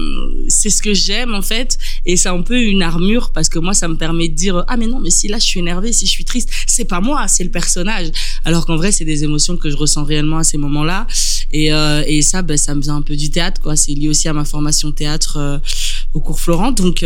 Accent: Liège, Wallonia, Belgium; Je suis de Liège

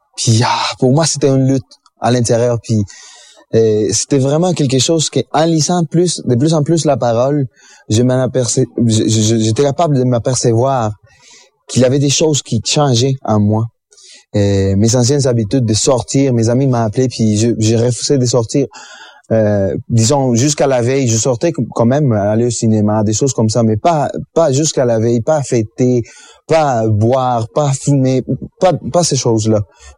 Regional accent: Venezuela; Je suis né au Venezuela. Je suis le dernier des 13 enfants. Et j'ai grandi pendant mon enfance, puis mon adolescence, c'était très joyeux

